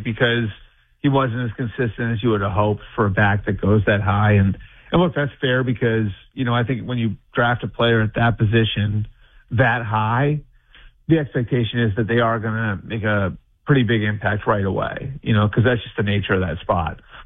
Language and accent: English; Northeast, United States; I grew up in the Northeast, and this is sort of what happens when people in the Northeast start talking college football